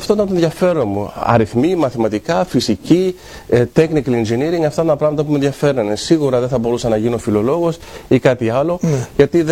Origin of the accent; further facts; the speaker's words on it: Herten, North Rhine-Westphalia, Germany; Εκεί γεννήθηκα το 1973 με γερμανική παιδεία. Το ευχάριστο όμως είναι ότι μεγάλωσα σε ένα ελληνικό περιβάλλον. Υπήρχαν περίπου 3.000 Έλληνες στην πόλη που γεννήθηκα, στο Χέρτεν, στην Δυτική Γερμανία